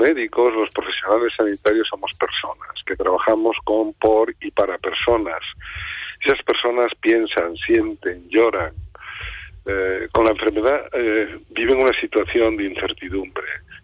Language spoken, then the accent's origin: Spanish; Pobra de Trives, Galicia, Spain; now in Madrid, Spain; mi amor a Galicia, mi pasión por Galicia, por mi pueblo, por mis raíces, mis sueños, mi infancia, y me siento profundamente gallego.